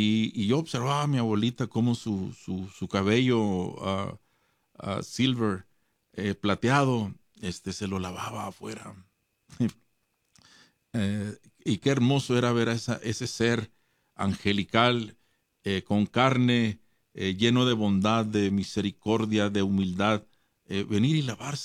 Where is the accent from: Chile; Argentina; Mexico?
Mexico; Ciudad Juárez, Chihuahua; cuando yo nací, cuando yo crecí en la frontera en Ciudad Juárez